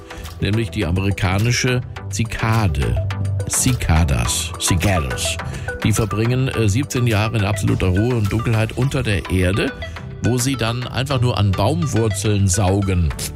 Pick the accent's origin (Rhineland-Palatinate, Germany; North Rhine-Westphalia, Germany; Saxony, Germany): Rhineland-Palatinate, Germany; das ist das Lebensmotto im Westerwald, das ist meinem Heimatort